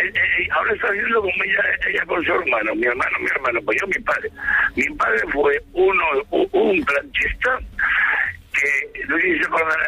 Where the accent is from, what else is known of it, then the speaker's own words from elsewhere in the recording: Gallur, Aragon, Spain; Eso no lo he comido más que en mi pueblo, en Gallur.